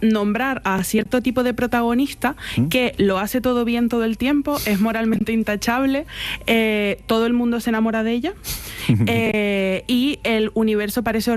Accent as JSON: {"language": "Spanish", "town": "Granadilla de Abona", "region": "Canary Islands", "country": "Spain", "tie": "born or raised there", "said": "pues me lo llevo yo a Granadilla de Abón, a mi pueblo"}